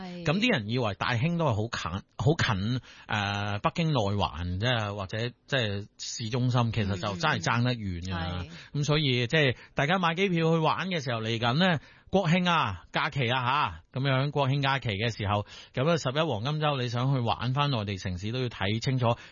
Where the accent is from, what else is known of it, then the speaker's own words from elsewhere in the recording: Hong Kong; 我哋香港人普通。通话就唔太灵光噶嘛，普遍都咁啊。